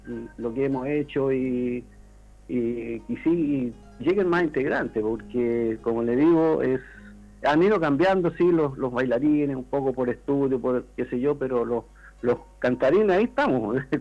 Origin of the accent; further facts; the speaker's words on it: Palmilla, O'Higgins, Chile; now in Peralillo, Chile; Yo soy de tomo y lomo, del Guillo primero, de Palmilla, después soy de Peralillo.